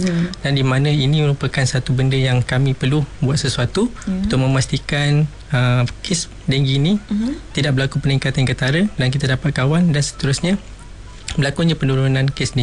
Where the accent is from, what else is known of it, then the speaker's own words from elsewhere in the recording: Johor, Malaysia; Betul, saya orang Johor.